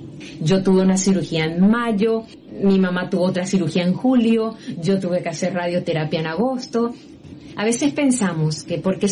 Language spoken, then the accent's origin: Spanish; Asunción, Paraguay; yo soy de Asunción, Paraguay. Desde chiquita ando por la iglesia, de la mano de mi mamá, quien inició su vida espiritual en los grupos de oración de la Renovación Carismática Católica.